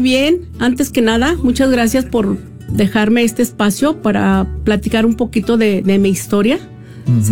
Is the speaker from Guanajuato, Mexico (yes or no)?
yes; Ciudad Manuel Doblado, Guanajuato, Mexico; Mira, yo soy de Ciudad Manuel Doblado, Guanajuato.